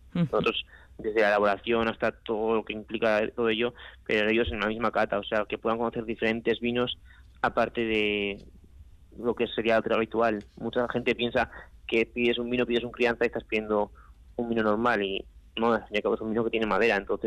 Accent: Samaniego, Basque Country, Spain; yo soy de Samaniego

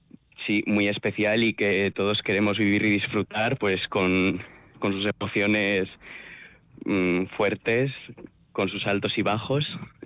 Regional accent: Alegia, Basque Country, Spain; yo soy de Alegui, entonces para mí es pues como bailar en casa

